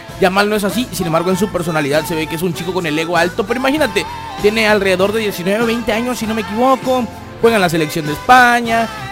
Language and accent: Spanish; Chiapas, Mexico; los que somos chiapanecos